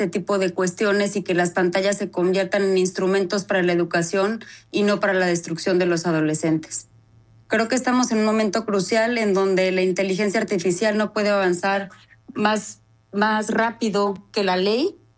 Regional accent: Querétaro, Mexico; Soy orgullosamente queretana

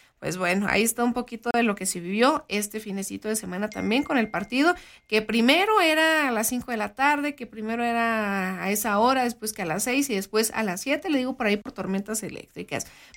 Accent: Mexico; Somos mexicanos y nunca perdemos realmente. Somos mexicanos con de muchísimo orgullo

